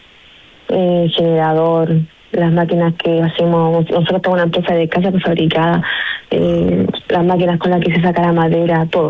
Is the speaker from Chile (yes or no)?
yes; Talca, Maule, Chile; now in Ovalle, Chile; nosotros no somos de aquí, somos del sur. ¿De dónde? Somos de Talca, llegamos hace 3 años aquí a Ovalle.